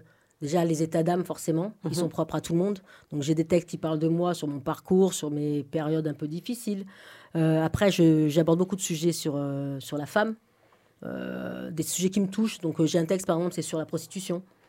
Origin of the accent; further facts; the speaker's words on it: Toulon, Provence-Alpes-Côte d'Azur, France; Je suis née à Sainte-Anne.